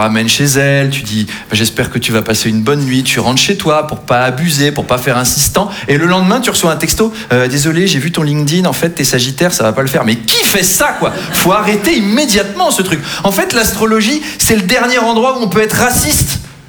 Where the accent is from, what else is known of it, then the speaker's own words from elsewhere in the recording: Versailles, Île-de-France, France; Moi, j'ai grandi à Versailles, hein, très très catholique comme environnement.